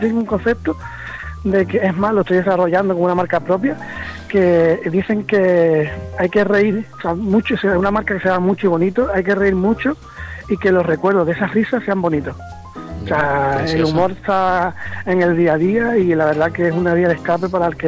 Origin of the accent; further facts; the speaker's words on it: Jerez, Andalusia, Spain; also born or lived in Las Palmas; Yo nací en Las Palmas, Gran Canaria, en la clínica del Pino, el 10 de Santa Rita. O sea, se puede ser más canario. Lo que pasa que mi padre era de Cádiz y me crié en Jerez.